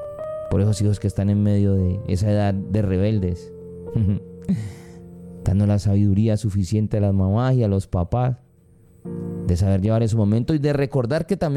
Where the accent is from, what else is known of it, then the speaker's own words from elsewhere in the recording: Colombia; nos permitan unirnos como colombianos.